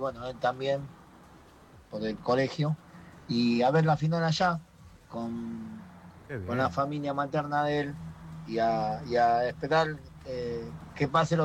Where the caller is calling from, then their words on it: Buenos Aires, Argentina; de Mataderos.